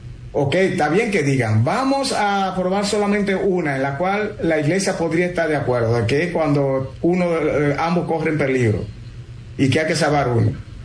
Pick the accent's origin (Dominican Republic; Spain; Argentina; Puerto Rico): Dominican Republic; Nosotros tenemos ese gran problema, dominicanos.